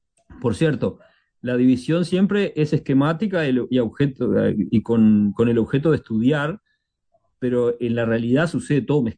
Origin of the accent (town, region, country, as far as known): Uruguay